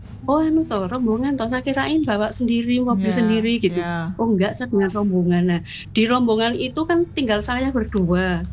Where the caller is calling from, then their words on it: Surakarta, Central Java, Indonesia; Dari Solo, saya bilang gitu.